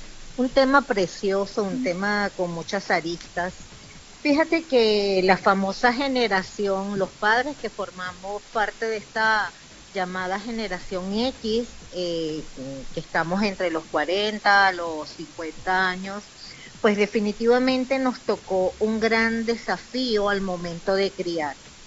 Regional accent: Venezuela; vamos a hablar específicamente de la identidad de lo que somos los venezolanos.

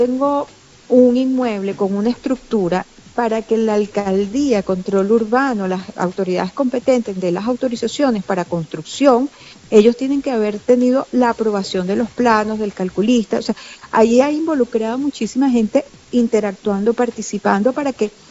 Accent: Venezuela; yo también vivo en Venezuela

